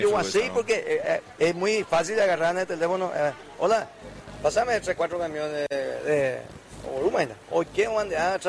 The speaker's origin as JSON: {"language": "Spanish", "region": "San Pedro", "country": "Paraguay", "said": "yo que provengo del departamento de San Pedro"}